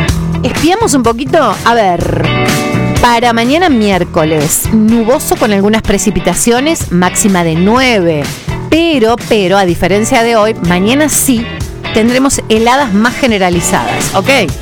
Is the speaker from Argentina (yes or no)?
yes; Argentina